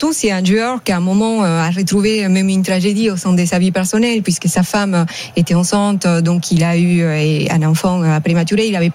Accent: France; Mais moi, je suis française. Moi, je suis pour la France.

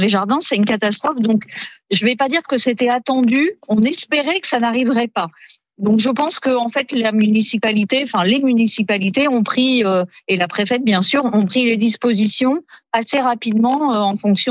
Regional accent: France; now in Arès, France; nous, en tant que Français

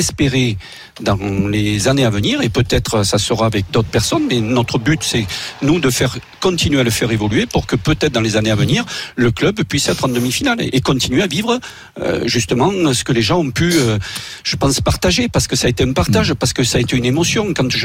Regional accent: Nouvelle-Aquitaine, France; Oui, voilà, je suis bien du Périgord. Et bien, un vrai Périgourdin.

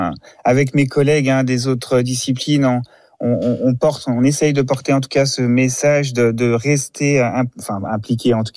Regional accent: France; En tant que Français

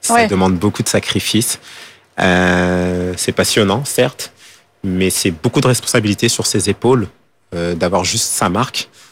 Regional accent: Île-de-France, France; also born or lived in Paris; J'ai grandi, je suis né à Paris 18e, mais j'ai grandi en banlieue.

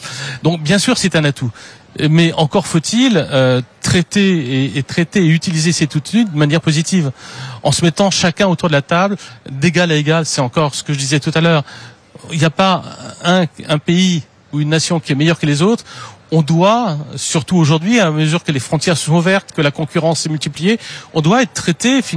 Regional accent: France; en tant que Français

